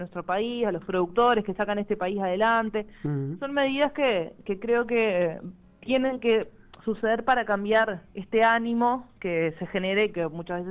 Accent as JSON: {"language": "Spanish", "town": "Fray Bentos", "region": "Río Negro", "country": "Uruguay", "said": "yo soy de Fray Bentos, entonces lo tengo el interior presente"}